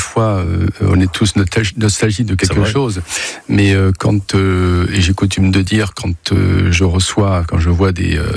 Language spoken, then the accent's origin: French; Salindres, Occitanie, France; born there; ouvert sa première pharmacie à Salindre, un petit village à côté d'Alès, et donc c'est totalement par hasard que je suis né dans le Gard.